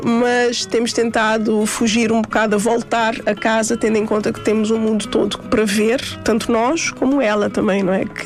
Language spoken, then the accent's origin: Portuguese; Cape Verde; nós crescemos em minha casa, em Cabo Verde, nós crescemos com uma ligação muito forte à música e à cultura, não só cabo-verdiana e guineense, mas também brasileira.